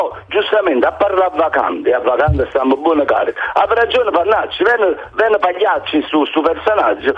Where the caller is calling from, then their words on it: Naples, Campania, Italy; Napoli, io sono da Sanità, sono un palazzo di Totò, cioè prima del palazzo di Totò.